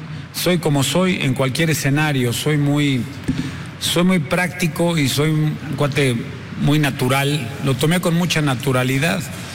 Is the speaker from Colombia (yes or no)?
no; Mexico; somos 11 mexicanos que tenemos que hacer gol allá y que no te dan gol aquí.